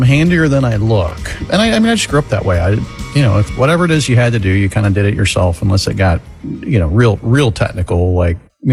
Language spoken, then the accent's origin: English; Florida, United States; I grew up in Florida.